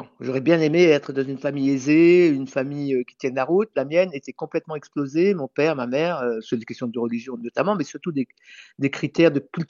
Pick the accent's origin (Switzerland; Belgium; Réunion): Réunion; j'ai vécu dans un univers très particulier à La Réunion, où à cette époque-là, moi j'étais enfant dans les années, fin des années 50, début années 60